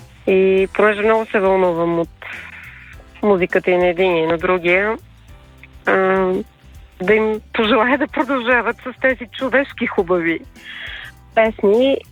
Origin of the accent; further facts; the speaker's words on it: Sofia, Sofia City, Bulgaria; съм от София.